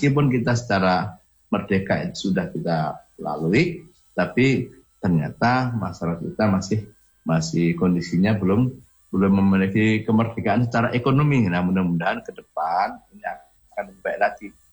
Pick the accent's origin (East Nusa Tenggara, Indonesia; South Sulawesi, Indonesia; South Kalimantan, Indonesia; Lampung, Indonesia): Lampung, Indonesia; Kita baca sejarahnya bahwa memang tidak kita pungkiri para pendahulu kita, orang Lampung ini juga banyak yang berjuang untuk menjadi negeri yang merdeka